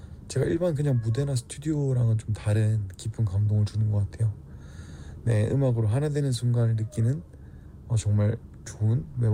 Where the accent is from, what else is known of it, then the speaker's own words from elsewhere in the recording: Busan, South Korea; 부산에서 버스킹을 시작하게 된 계기는 제 고향이죠.